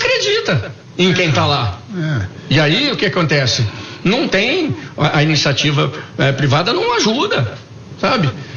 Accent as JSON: {"language": "Portuguese", "town": "Campinas", "region": "São Paulo", "country": "Brazil", "said": "Eu sou de Campinas."}